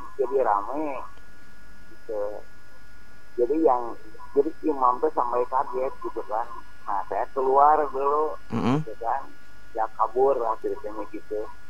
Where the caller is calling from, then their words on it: Indonesia; Baldes Gang Kidang.